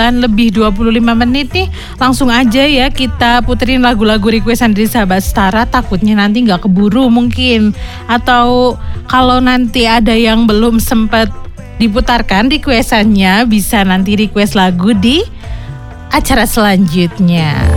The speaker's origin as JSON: {"language": "Indonesian", "region": "Java", "country": "Indonesia", "said": "karena rasanya kita orang Jawa."}